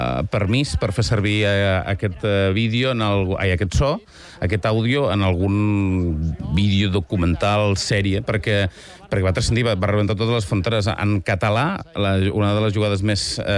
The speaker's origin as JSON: {"language": "Catalan", "region": "Catalonia", "country": "Spain", "said": "jo sóc de Ponent"}